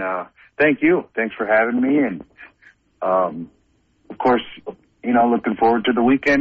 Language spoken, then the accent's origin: English; Danbury, Wisconsin, United States; Danbury is my home. That's a little bit of a complicated answer. So I come from Danbury.